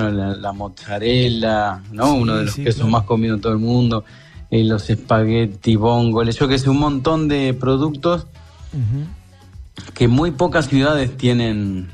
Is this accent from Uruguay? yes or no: yes; Uruguay; moved away; yo cuando me fui en 1999, me fui de Uruguay, yo no había probado un alcaucil.